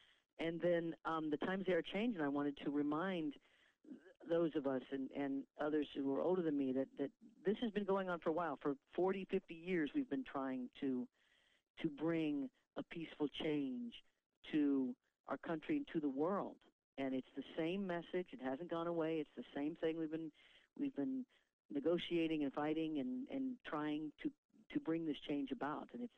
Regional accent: United States; because I am an American citizen. I'm a mother. I'm a person that is very concerned about this country. I love this country so much.

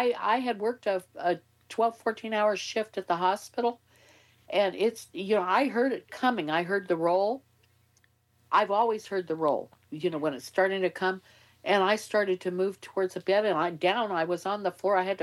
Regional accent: California, United States; Yeah, I'm from California.

